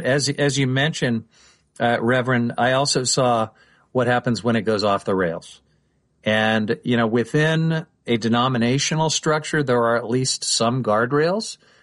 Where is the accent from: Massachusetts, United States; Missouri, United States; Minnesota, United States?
Missouri, United States; Independence; another kid that I grew up with in Independence, Missouri